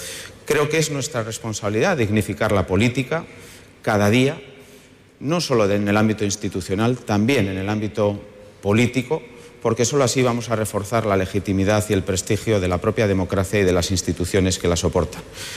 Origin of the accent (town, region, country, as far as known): Basque Country, Spain